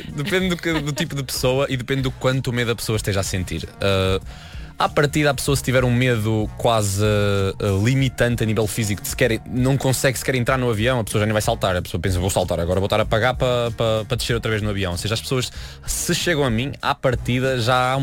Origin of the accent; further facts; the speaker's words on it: São João da Madeira, Norte, Portugal; born there; now in Évora, Portugal; Quando eu era mais novo, morava no norte de Portugal, em São João da Madeira, que é de onde eu sou.